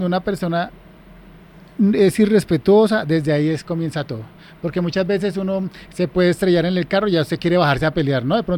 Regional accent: Bogotá, Colombia; Yo nací en Bosa, me crié en Bosa.

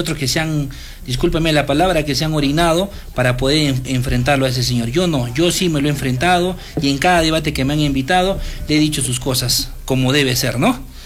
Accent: Uchumayo, Arequipa, Peru; moved away as an adult; now in Paucarpata, Peru; Desde que llegué a mi distrito de Paucarpata, porque yo soy neto de Uchumayo, soy chacarero

